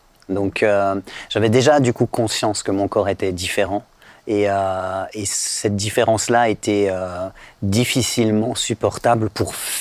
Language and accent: French; Switzerland; Je suis Suissesse, oui.